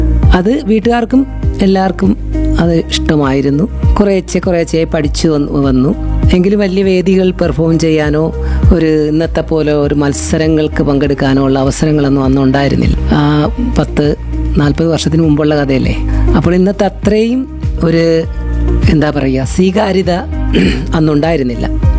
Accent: Nadakkal, Kerala, India; എന്റെ നാട് കല്ലുവാതുക്കലിന് അടുത്തുള്ള നടക്കൽ.

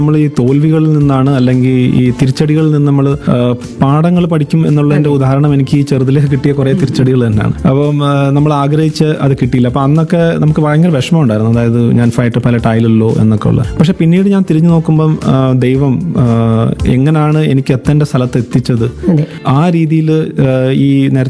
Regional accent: Kottiyam, Kerala, India; born there; മാം, ഞാൻ ജനിച്ചത് കൊല്ലത്ത് തന്നെയാണ്, കൊട്ടിയത്താണ് ടു ബി പ്രിസൈസ്.

